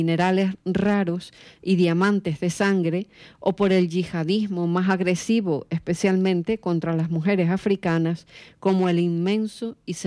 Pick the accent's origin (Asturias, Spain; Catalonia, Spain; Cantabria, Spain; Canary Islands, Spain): Canary Islands, Spain; Que yo recuerde, con vergüenza como canario, convocando desde la órbita del mismísimo ayuntamiento, en la primera oleada migratoria, allá por el año 2006, una inmunda manifestación en Santa Cruz de Tenerife.